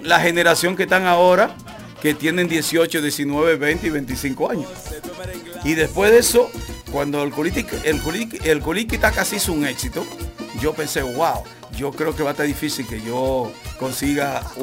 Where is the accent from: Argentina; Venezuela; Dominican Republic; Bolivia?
Dominican Republic; now in Mexico; yo me siento tan mexicano que en Dominicana … soy dominicano.